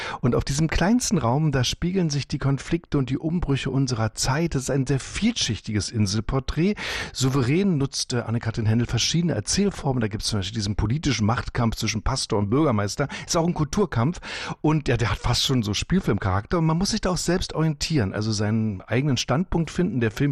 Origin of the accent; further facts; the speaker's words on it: East Germany, Germany; Wir als Ossis.